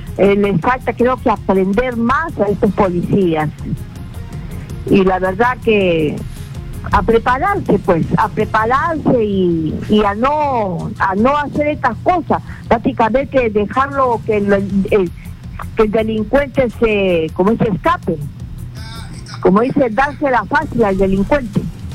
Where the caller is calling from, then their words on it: Lima, Peru; Estoy en Comas.